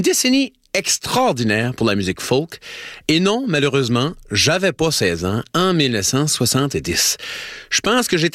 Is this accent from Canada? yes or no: yes; Tracadie-Sheila, New Brunswick, Canada; Tracadie-Shaila, ma ville natale